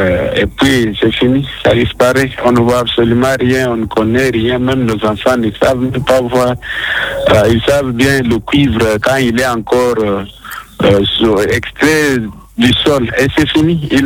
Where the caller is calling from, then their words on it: Katanga, DR Congo; je vis au Katanga où il y a beaucoup de minerais.